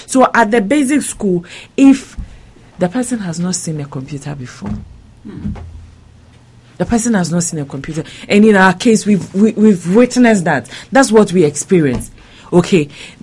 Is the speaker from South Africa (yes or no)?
no; Ghana; See, growing up in Vapo, we were attending LA Senior High.